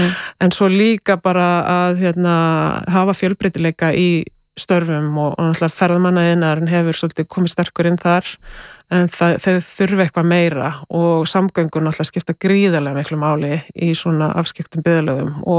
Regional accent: Grundarfjörður, Western Region, Iceland; ég er sjálf frá Grundarfirði

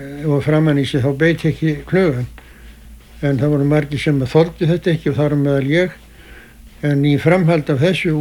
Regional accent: Arnarvatn, Northeastern Region, Iceland; Ég er fæddur 1923 á Arnarvatni Mývarsveit og ólst þar upp til fullorðins ára.

